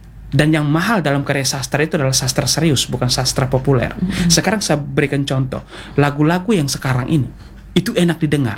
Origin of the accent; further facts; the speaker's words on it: East Nusa Tenggara, Indonesia; Kalau kami di Sika dulu